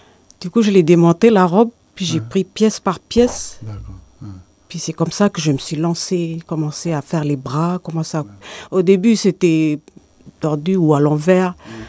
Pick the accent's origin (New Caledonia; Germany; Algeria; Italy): New Caledonia; Ouvéa, Loyalty Islands Province; Je suis originaire d'Ouvéa. Je suis mariée sur Ponériwa.